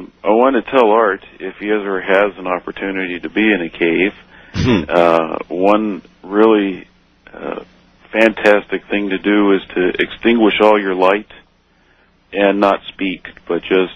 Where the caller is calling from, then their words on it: California, United States; in Montero, California.